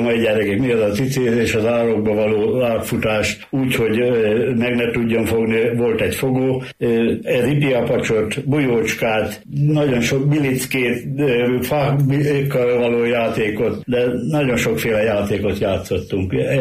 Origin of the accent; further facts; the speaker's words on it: Rábasövény, Győr-Moson-Sopron, Hungary; also born or lived in Sárvár; Én Sárváron születtem, de gyermekkoromat Rábasövényben egy faluhelyen töltöttem